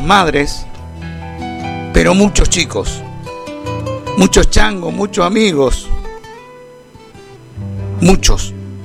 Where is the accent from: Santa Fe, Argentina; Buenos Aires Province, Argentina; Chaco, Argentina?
Santa Fe, Argentina; Carcarañá; Mi pueblo, mi ciudad carcaranía.